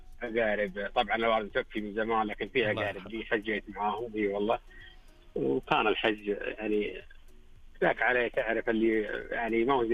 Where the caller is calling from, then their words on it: Taif, Makkah Province, Saudi Arabia; انا اكلمك من الطائف.